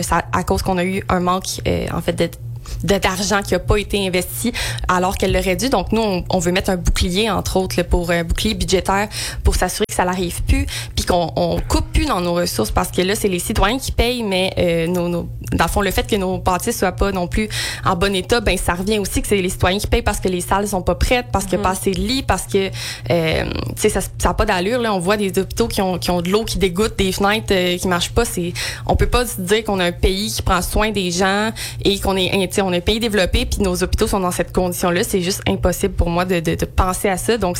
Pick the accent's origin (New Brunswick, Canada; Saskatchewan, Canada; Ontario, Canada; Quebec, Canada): Quebec, Canada; now in Estrie, Canada; Ben, je pense que je suis une personne un peu de plusieurs endroits. Là, moi, j'ai grandi en Montérégie, mais j'ai transféré en Estrie.